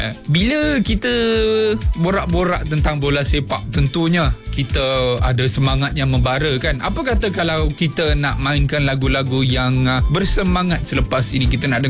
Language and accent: Malay; Johor, Malaysia; Kita sebagai rakyat Malaysia, rakyat Johor khususnya, perlu berbangga kerana pencapaian ini meletakkan nama Malaysia di pentas dunia bola sepak.